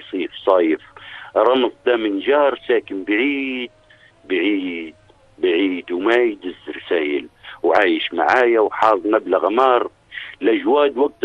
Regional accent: Tunisia; احنا عندنا في تونس

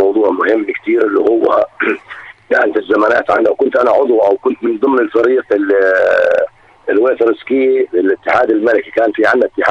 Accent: Aqaba Governorate, Jordan; يعني عندنا بالعقبة

